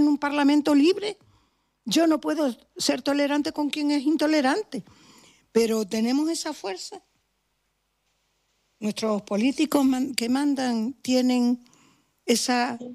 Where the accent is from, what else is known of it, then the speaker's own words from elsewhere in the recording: Santa Cruz de Tenerife, Canary Islands, Spain; born there; el barrio de la Salud donde yo nací